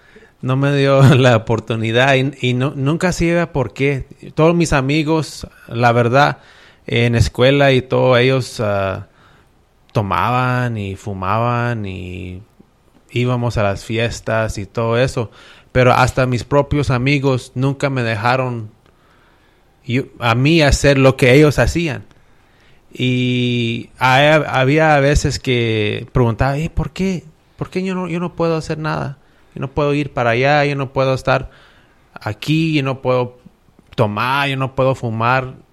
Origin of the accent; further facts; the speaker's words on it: Midland, Texas, United States; toda la vida he estado aquí en Midland, ahí... pues toda la vida ahí en la East Side, junto de Hidalgo Park, ahí viven mis abuelos todavía. Y en esa área, todo desde niño ahí estaba yo Y pues soy de Midland y no pienso nunca irme de Midland.